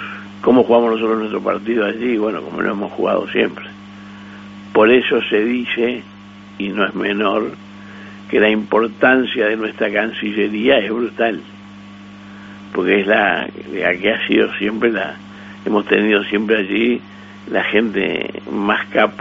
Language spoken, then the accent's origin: Spanish; Uruguay